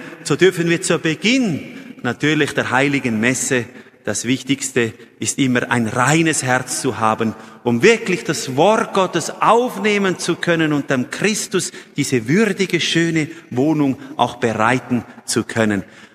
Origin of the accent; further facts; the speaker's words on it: Switzerland; ich bin ja ein Schweizer schließlich, oder?